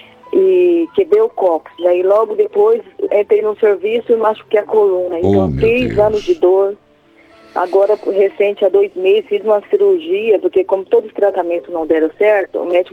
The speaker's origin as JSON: {"language": "Portuguese", "town": "Sinop", "region": "Mato Grosso", "country": "Brazil", "said": "Eu sou de Sinop, Mato Grosso."}